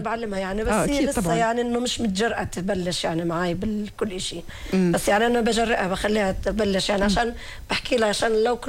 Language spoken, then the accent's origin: Arabic; Hebron, West Bank, Palestine; إحنا الخلايلة بنعمله